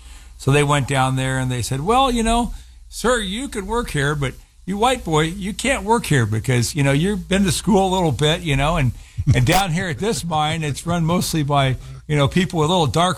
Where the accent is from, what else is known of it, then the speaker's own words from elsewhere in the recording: Sunny Slope, United States; I grew up in Sunny Slope, and up in Sunny Slope, you know, it was a different community, but it was a very mm-hmm. special community. We had a lot of Mennonites up there.